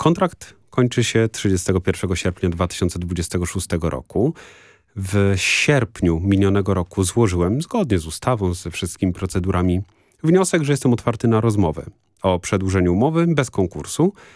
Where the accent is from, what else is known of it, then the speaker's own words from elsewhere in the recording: Toruń, Kuyavian-Pomeranian Voivodeship, Poland; moved away; also born or lived in Gdańsk; Pochodzę z Torunia, więc to dość naturalne.